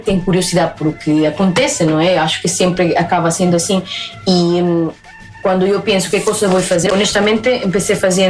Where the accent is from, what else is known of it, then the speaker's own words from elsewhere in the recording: Pucallpa, Ucayali, Peru; Mas sim, e por acaso, de onde eu sou, que é Pucallpa, é o rio Ucayali.